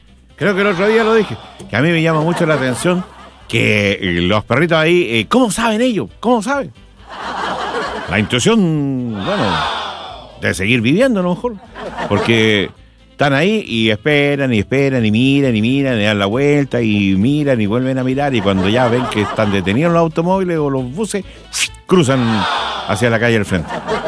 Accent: Chile; ¿Somos o no somos buenos los chilenos para cruzar las calles como peatones?

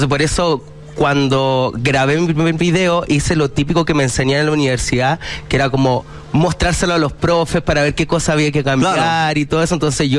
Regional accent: Curicó, Maule, Chile; Soy de Curicó.

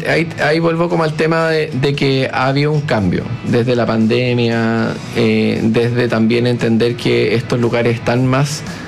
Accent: Chile; yo creo que esta idea de la cueca, la empanada y otras cosas que nos identifican como chilenos, ¿cierto?

